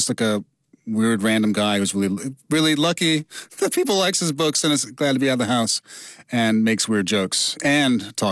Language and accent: English; New York, United States; And I grew up in New York in the 80s, where you'd hear about Michael Griffith, Eleanor Bumpers.